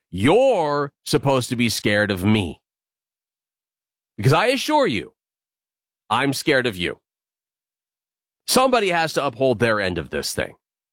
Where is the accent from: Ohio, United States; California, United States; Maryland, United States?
California, United States; I came from California. That doesn't happen in California.